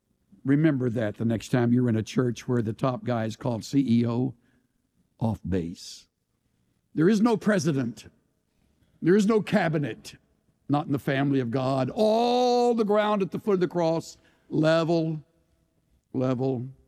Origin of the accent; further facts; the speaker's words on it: El Campo, Texas, United States; Me, I'm from the great metropolis of El Camp